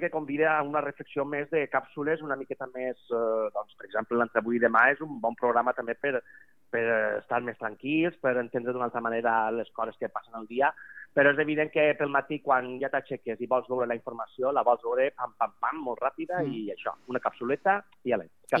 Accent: Albaida, Valencian Community, Spain; no només el meu poble, sinó tota aquesta contornada de les comarques centrals del País Valencià, és una meravella i convida que passeu per allà. I al meu poble heu de visitar, si anau al Baida, el Museu Internacional de Titelles

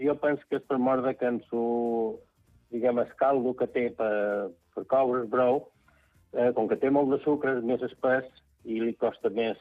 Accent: Santa Eulària des Riu, Balearic Islands, Spain; Avui, som de Sant Eulari, no som de Sant Joan.

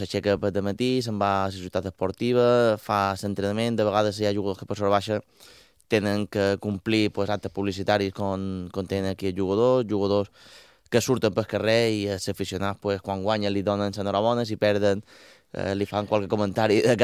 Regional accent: Balearic Islands, Spain; moved away as an adult; now in Pasto, Colombia; perquè som mallorquins

